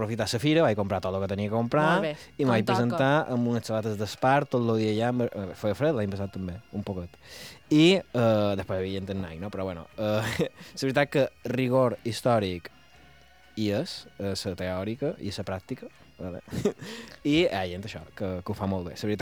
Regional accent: Santa Eugènia, Balearic Islands, Spain

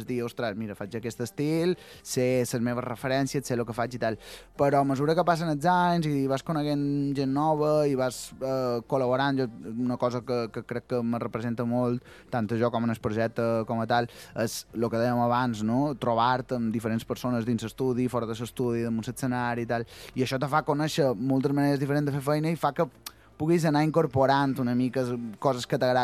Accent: Santa Maria del Camí, Balearic Islands, Spain; jo que soc de Santa Maria, tocar per festes pues sempre és una alegria.

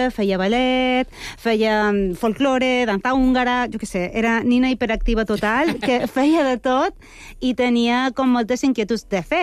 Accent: Mallorca, Balearic Islands, Spain; also born or lived in Valencia; Jo vaig néixer a València, però he crescut a Mallorca amb tota la família argentina. Jo de fet, crec que sóc la primera generació d'espanyols de la meva família.

